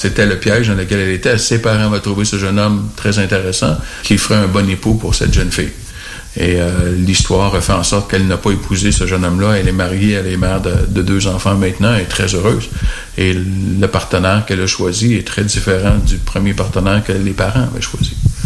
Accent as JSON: {"language": "French", "region": "Quebec", "country": "Canada", "said": "chez nous, au Québec"}